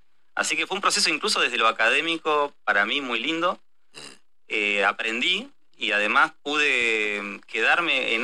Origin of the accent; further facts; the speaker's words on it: Hurlingham, Buenos Aires Province, Argentina; Hurlingham, iba al colegio en Ramos Mejía, al colegio Ward, por ahí